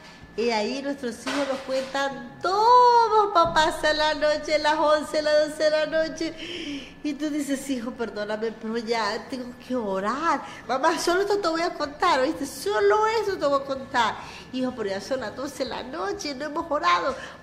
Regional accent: El Salvador; Nosotros como salvadoreños

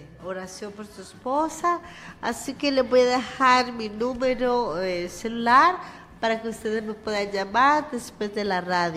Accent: El Salvador; Nosotros como salvadoreños

